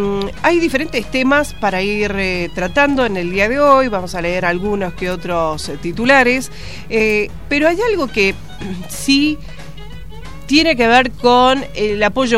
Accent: Argentina; comentarios respecto a si los argentinos somos o no racistas.

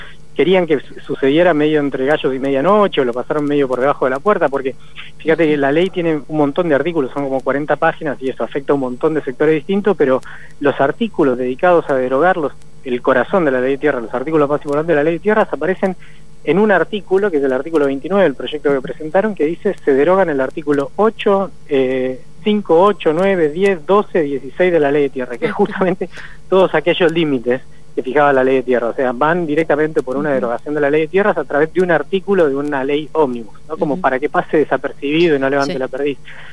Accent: Argentina

